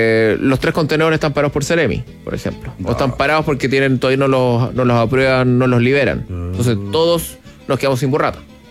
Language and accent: Spanish; Viña del Mar, Valparaíso, Chile; Sí, yo también soy de Viña.